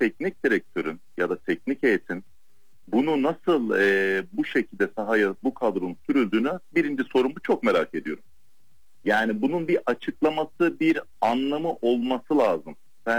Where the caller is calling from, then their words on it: Adana, Turkey; Adana'dan